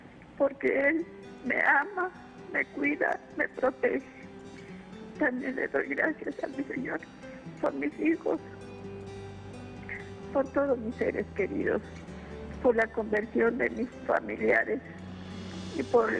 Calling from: Juárez, Chihuahua, Mexico; De Juárez.

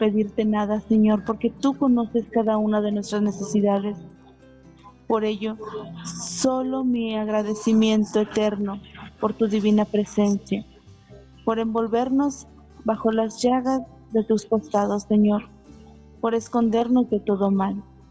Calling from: Pachuca, Hidalgo, Mexico; de Pachuca.

